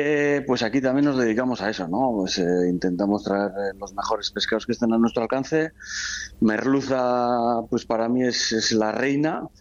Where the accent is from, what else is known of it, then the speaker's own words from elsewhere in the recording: Ondarroa, Basque Country, Spain; O sea, en mi pueblo, Ondarroa, antes era Dios.